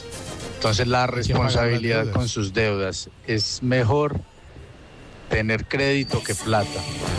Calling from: Amagá, Antioquia, Colombia; mi papá era un humilde minero, yo soy del municipio de Amagá

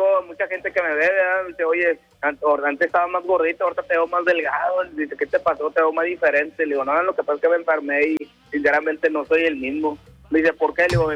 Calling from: Nuevo León, Mexico; Yo soy de acá, de la Fomerrey 116, Cepi.

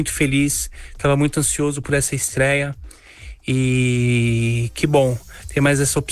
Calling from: São Paulo, Brazil; sou aqui do bairro do Socorro, da Zona Sul de São Paulo.

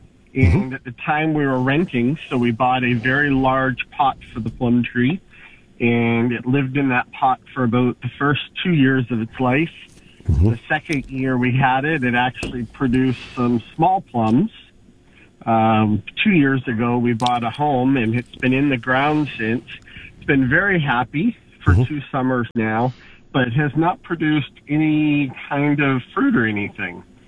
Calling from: Victoria, British Columbia, Canada; so I'm from Victoria.

